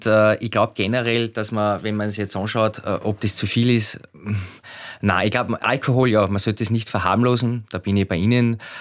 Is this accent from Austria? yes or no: yes; Schladming, Styria, Austria; Da gehören 15 große Marken dazu, wie Gösser oder wo ich herkomme, Schlappminger Bier und viele bekannte Marken.